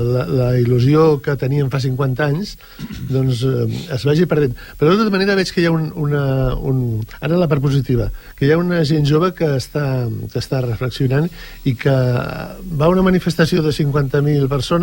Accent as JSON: {"language": "Catalan", "town": "Barcelona", "region": "Catalonia", "country": "Spain", "said": "jo soc de Barcelona i no vaig venir a Sant Boi fa 50 anys"}